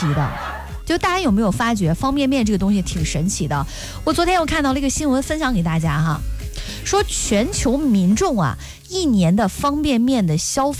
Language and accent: Chinese; Henan, China; 咱们河南人